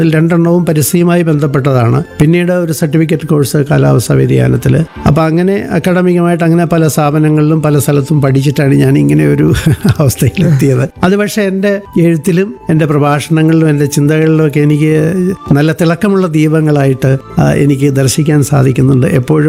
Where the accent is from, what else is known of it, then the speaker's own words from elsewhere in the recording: Kunnathur, Kerala, India; also born or lived in Kanpur; ഞാൻ ജനിച്ചത് കൊല്ലം ജില്ലയിലെ കുന്നത്തൂർ താലൂക്കിലെ കുന്നത്തൂർ എന്ന് പറയുന്ന ഗ്രാമത്തിലാണ്. ഞാൻ നേരത്തെ സൂചിപ്പിച്ചു, കൃഷിവലന്മാരുടെയും സാമൂഹികവും സാമ്പത്തികവുമായി വളരെ പിന്നോക്കം നിൽക്കുന്ന ഒരു സമൂഹത്തിൻ്റെ മധ്യത്തിലാണ് എൻ്റെ പിറവി.